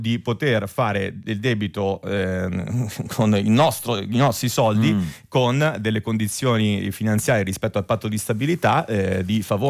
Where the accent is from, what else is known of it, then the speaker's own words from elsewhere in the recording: San Benedetto del Tronto, Marche, Italy; San Benedetto del Tronto, facciamo un po' di pubblicità, che è la mia città natale, e vado là tutte le estati banalmente